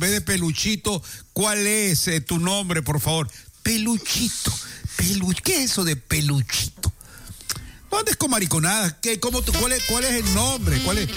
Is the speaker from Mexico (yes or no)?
no; Guayaquil, Guayas, Ecuador; nosotros somos de Guayaquil, estamos aquí en Guayaquil.